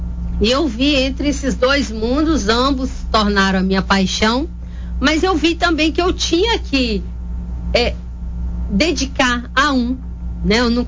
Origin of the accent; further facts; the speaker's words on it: Coronel Fabriciano, Minas Gerais, Brazil; Sou de Fabriciano, ali do Amaro Lanari.